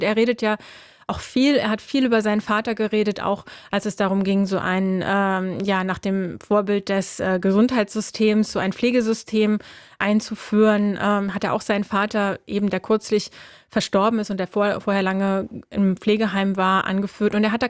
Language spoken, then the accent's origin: German; Germany; Das ist ja gerade so als Deutsche, war das sehr angenehm, so zu sehen.